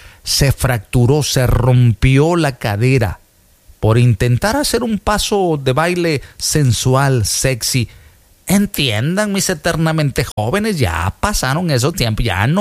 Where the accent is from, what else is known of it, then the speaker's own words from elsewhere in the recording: Veracruz, Mexico; Yo soy de oro. Yo soy jarocho.